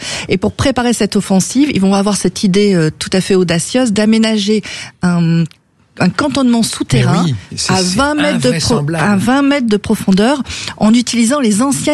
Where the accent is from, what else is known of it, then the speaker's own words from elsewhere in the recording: Arras, Hauts-de-France, France; chez nous à Arras